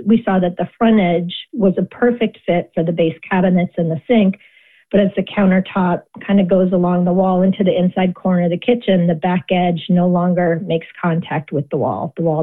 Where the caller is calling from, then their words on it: East Lyme, Connecticut, United States; I'm calling from East Lyme, Connecticut.